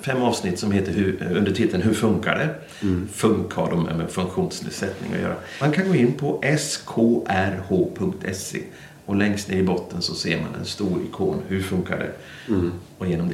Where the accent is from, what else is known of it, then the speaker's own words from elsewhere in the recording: Albania; accent: North Albanian dialect; Och jag pratar en nordalbansk dialekt. Så jag kan väl... Liksom, typ om du hör en riktig skåning. Så låter det när jag pratar albanska.